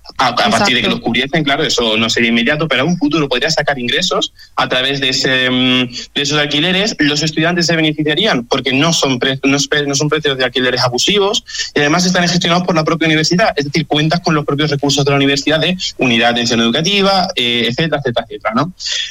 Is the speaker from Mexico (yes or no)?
no; Mérida, Extremadura, Spain; Yo no quiero irme fuera, yo soy de Mérida y soy un meritense muy orgulloso.